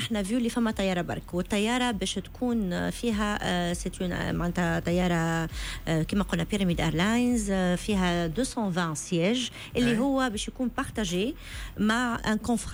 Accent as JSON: {"language": "Arabic", "country": "Tunisia", "said": "خاطر بالنسبه ليا كتونسية كلنا نعرفوا ظروفنا"}